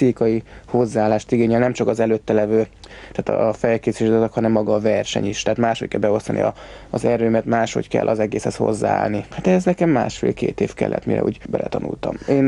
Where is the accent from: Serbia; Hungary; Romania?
Hungary; Budapest; born there; Pesten születtem, ott is lakom, anyuék azok érre költöztek 4 évvel ezelőtt, 2 kutyával ott.